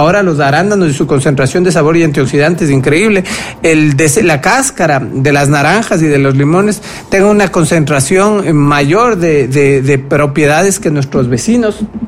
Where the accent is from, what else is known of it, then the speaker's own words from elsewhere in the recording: Ecuador; nuestro rol como ecuatorianos